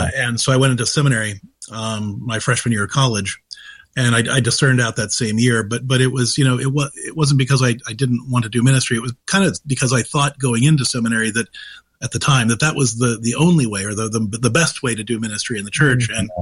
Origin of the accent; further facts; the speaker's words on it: Clairton, Pennsylvania, United States; also born or lived in Mingo Junction, Ohio; I grew up in Clareton, Pennsylvania, which is the first place that The Deer Hunter was filmed.